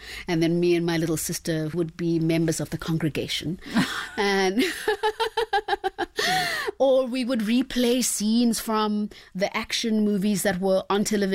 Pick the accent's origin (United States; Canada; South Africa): South Africa; Eastern Cape; born or raised there